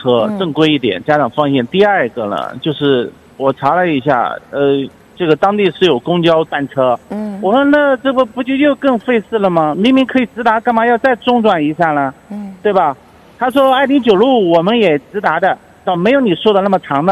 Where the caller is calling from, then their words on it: Shanghai, China; 我不在那个地方住啊，我是上海的。